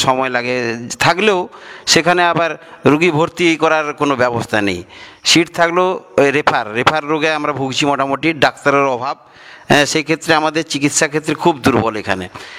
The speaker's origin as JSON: {"language": "Bangla", "region": "West Bengal", "country": "India", "said": "এখানে আমাদের কালুয়া আমরা যে গ্রামটা আমরা অতি সাধারণ বাসী আমরা আছি, বসবাস করে বেশিরভাগ সাধারণ মানুষ, এখানে 3টি পাড়া নিয়ে আমাদের মোটামুটি গ্রাম অবস্থিত, এর মধ্যে প্রায় 231টি প্রায় পরিবার আছে"}